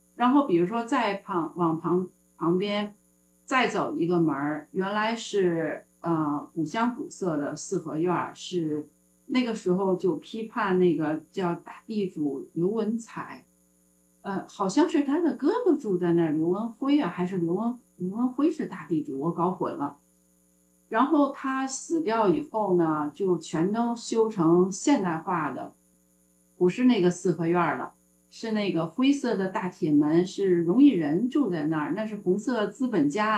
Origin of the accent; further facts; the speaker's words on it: Beijing, China; moved away as an adult; now in United States; 我是生在北京，然后父母亲在我出生的时候我们家住在史家胡同，然后在史家胡同小学上的小学以后在隔壁的胡同叫内务部街读的二中。